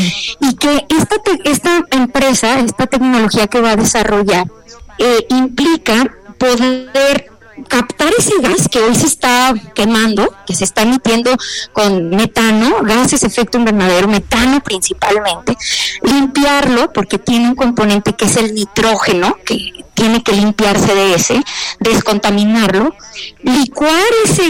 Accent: Mexico; ese es un valor que como mexicanos queremos propiciar

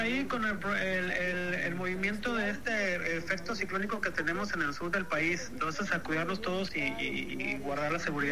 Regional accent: Mexico; now in Puerto Vallarta, Mexico

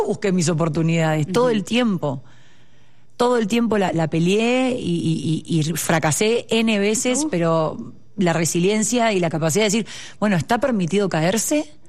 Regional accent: Uruguay; now in Mexico; Soy de Uruguay.

